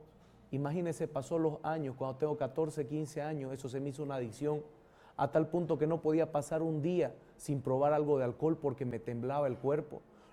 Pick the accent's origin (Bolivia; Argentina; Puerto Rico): Bolivia; de la Orden de Predicadores, soy de Bolivia.